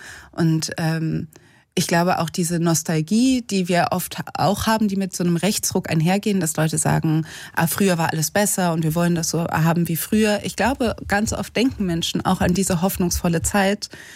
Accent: West Germany, Germany; Ich bin Kind der in den 90er Jahren groß geworden in Westdeutschland.

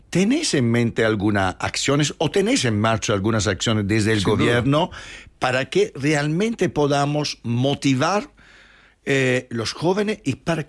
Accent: Spain; familia de agricultores, vengo de una zona agrícola, productora de vino y de aceite. Y yo cuando voy a mi pueblo, una de las cosas que más me gusta es comprar directamente al productor. Y además productor que casi todos son de mi pueblo.

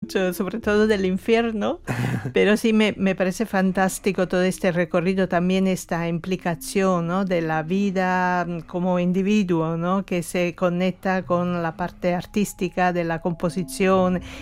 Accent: Italy; Spanish is a second language; moved away; me ha acompañado en toda mi formación desde muy pequeña, claro, en Italia.

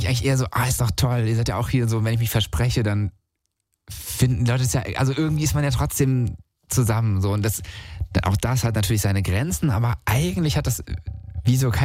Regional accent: Hesse, Germany; ich komme selber aus der Ecke Odenwald

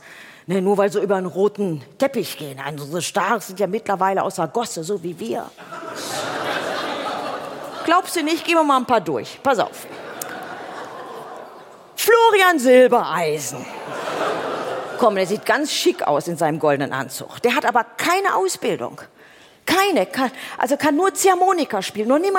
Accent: Oberhausen, North Rhine-Westphalia, Germany

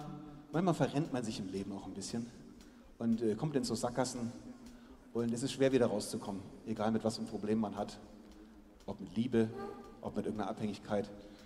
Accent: Erlangen, Bavaria, Germany; also born or lived in Nuremberg; so viele Menschen in meiner Heimat Franken. Ich bin zwar ein Erlanger, aber ich habe auch in Nürnberg gelebt. 10 Jahre habe ich hier gelebt

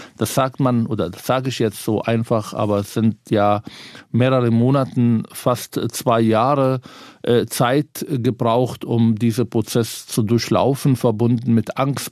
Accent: Palestine; now in Berlin, Germany; Ich bin Palästinenser. Das Allereinfachste wäre, wenn ich nach dem 7. Oktober gesagt habe, ich bin auf der Seite der Palästinenser, auf Demos hier gegangen bin und einfach auch meine Identität als Palästinenser

